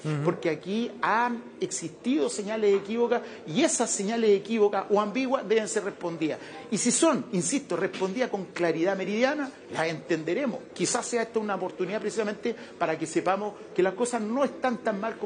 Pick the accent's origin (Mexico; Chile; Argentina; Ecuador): Chile; yo soy chileno